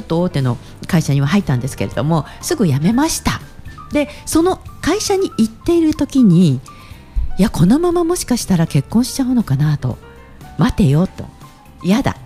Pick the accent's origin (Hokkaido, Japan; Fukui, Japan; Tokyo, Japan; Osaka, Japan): Fukui, Japan; accent: Fukui dialect; とてもあの私福井の出身なんですが、福井弁がちょっと出なくなったかなというそんな感じがしますね。